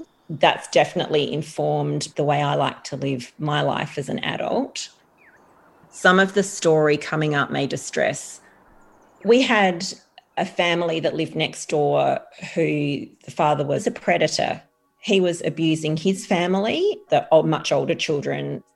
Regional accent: Adelaide, South Australia, Australia; born or raised there

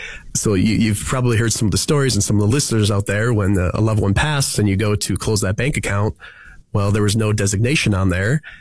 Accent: Wisconsin, United States; being from Wisconsin, huge Packers fan.

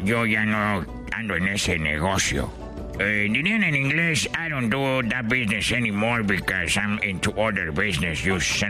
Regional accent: China; Mira, yo soy de China. Tú eres de Cuba.

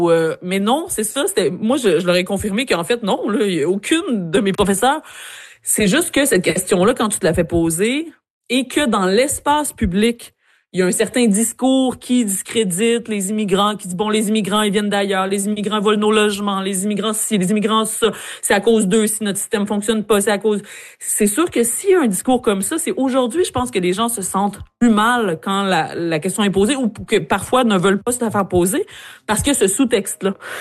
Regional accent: Ascot Corner, Quebec, Canada; also born or lived in Madagascar / India; moi, je viens de Ascot Corner, je viens de Majenga à Madagascar, je viens de Bejuka en Inde, puis je me retrouve en Madagascar

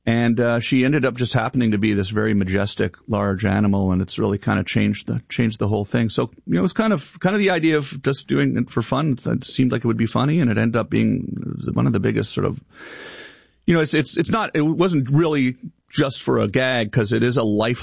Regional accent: Ottawa, Ontario, Canada; also born or lived in Los Angeles, United States; I decided I want to move home to Canada. This is, you know, I've been in LA for a long time, and I grew up in Ottawa, and my parents are there, and I want to be closer to them, and so moved back, found this farm.

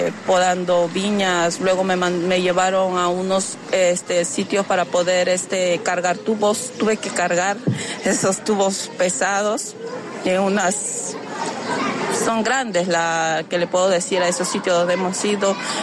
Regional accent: Peru; moved away as an adult; now in Spain; me vine a España por un tema de... Allá en mi país, en Perú, hay mucha extorsión.

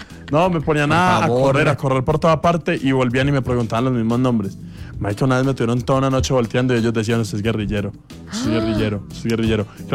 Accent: Sonsón, Antioquia, Colombia; bienvenido a mi pueblo, a Sonzón, no sé qué.

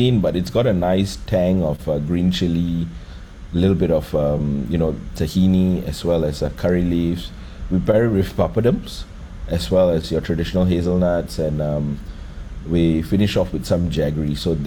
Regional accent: Singapore; As a Singaporean and a Punjabi, I've grown up with multiple food cultures existing together quite naturally.

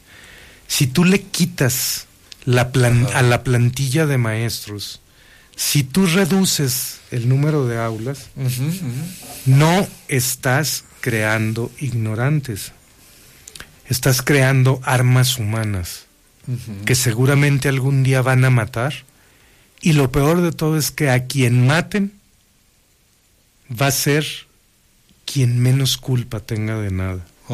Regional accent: Durango, Mexico; moved away; also born or lived in Mexico City; nací en el Hospital General de Durango.

